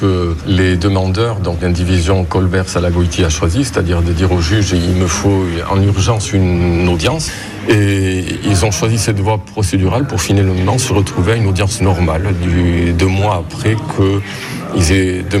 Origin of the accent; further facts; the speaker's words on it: Nouvelle-Aquitaine, France; Chez nous au Pays Basque